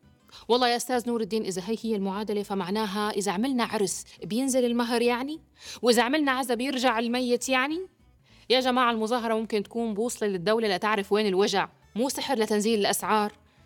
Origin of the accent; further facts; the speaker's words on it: Syria; بنتمنى كسوريين